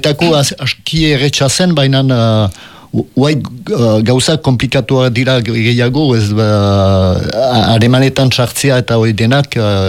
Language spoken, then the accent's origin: Basque; Itxassou, Nouvelle-Aquitaine, France; also born or lived in Quebec; Itxasutik heldu naiz